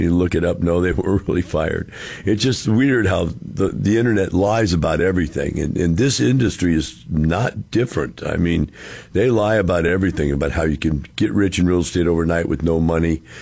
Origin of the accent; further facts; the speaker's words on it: Missouri, United States; I'm from Missouri, and we call it the show me state.